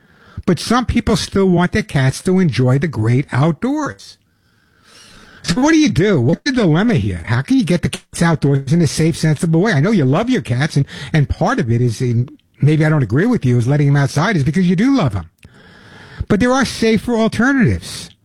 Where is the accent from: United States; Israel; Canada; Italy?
United States; New York; I grew up on Long Island. I know you can't tell. I grew up on Long Island, and basically all my friends, the neighbor had dogs